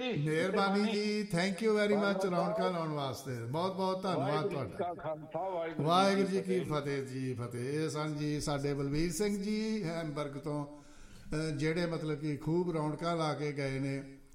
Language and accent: Punjabi; Punjab, India; moved away; ਬਿਲਕੁਲ ਸਾਡਾ ਫਿਰ ਵੀ ਮੁਲਕ ਹੈ ਐਨੀ ਹੋ ਬੇਸ਼ੱਕ ਅਸੀਂ ਬਾਹਰ ਦੇ ਰਹਿਣ ਵਾਲੇ ਹਾਂ ਪਰ ਸਾਡੀ ਹਮਦਰਦੀ ਅਤੇ ਸਾਡੇ ਸੋਹਣੇ ਪੰਜਾਬ ਅਤੇ ਭਾਰਤ ਵਰਸ਼ ਵੀ ਸਾਡਾ ਦੇਸ਼ ਹੈ